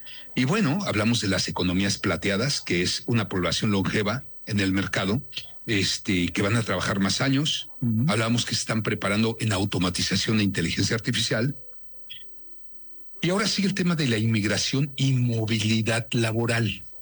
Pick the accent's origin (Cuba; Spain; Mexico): Mexico